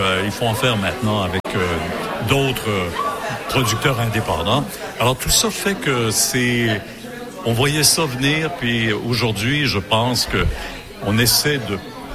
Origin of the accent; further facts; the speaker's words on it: Quebec, Canada; moved away; Je viens des Bois-Francs. Je viens du centre du Québec.